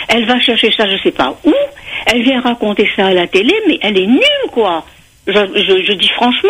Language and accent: French; Réunion; born there; je suis créole, je suis née ici, je suis réunionnaise. Ma grand-mère parlait créole, mais vraiment pure et tout.